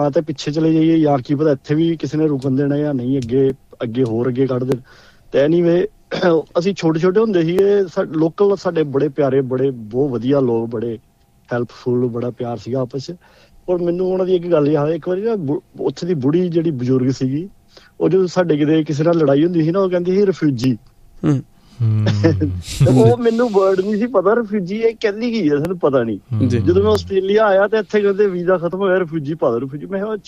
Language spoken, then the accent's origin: Punjabi; Haryana, India; now in Sydney, Australia; ਅਸੀਂ ਵੀ ਪਿੱਛੋਂ ਪਾਕਿਸਤਾਨ ਤੋਂ ਮੂਵ ਹੋਏ ਸੀਗੇ, ਅੰਬਾਲਾ ਯਮੁਨਾਨਗਰ ਦੇ ਵਿੱਚ ਸਾਡਾ ਪਿੰਡ ਉੱਧਰ ਪੈਂਦਾ ਜੀ।